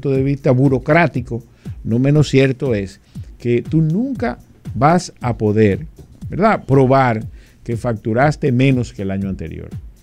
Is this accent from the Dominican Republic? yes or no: yes; Dominican Republic; en un sistema tributario como el dominicano, donde habemos 11 millones de ciudadanos, no es un país relativamente grande